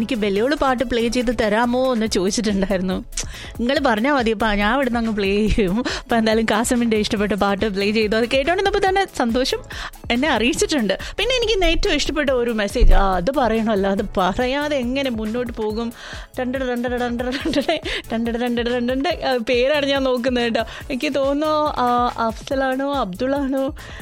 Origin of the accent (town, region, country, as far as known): Thiruvananthapuram, Kerala, India; accent: Thiruvananthapuram slang